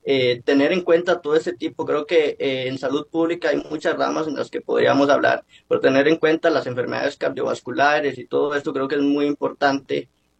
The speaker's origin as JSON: {"language": "Spanish", "country": "Costa Rica"}